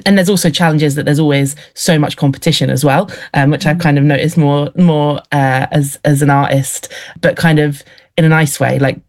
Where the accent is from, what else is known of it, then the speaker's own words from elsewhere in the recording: East of England, United Kingdom; moved away as an adult; now in Leeds, United Kingdom; I grew up in Bedfordshire, which is in the south. And then I moved to Leeds when I was 18 for uni and then just stayed there.